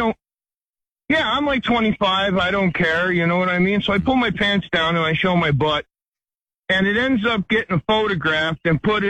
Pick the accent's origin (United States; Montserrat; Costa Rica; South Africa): United States; Wilkes-Barre, Pennsylvania; I'm from Wilkes-Barre, Scranton, awesome.